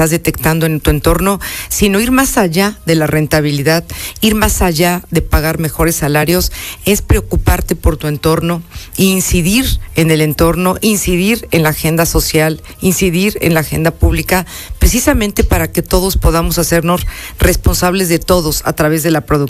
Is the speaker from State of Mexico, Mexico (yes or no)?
no; Teziutlán, Puebla, Mexico; Y mira que yo soy de Teciutlán, soy teciuteca